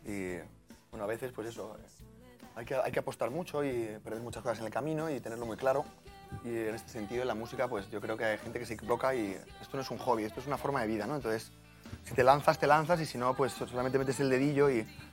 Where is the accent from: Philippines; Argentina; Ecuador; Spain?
Spain; Madrid, Community of Madrid; now in Mijas, Spain; Madrileño, afincado efectivamente en Mijas y nada, estoy encantado de estar aquí.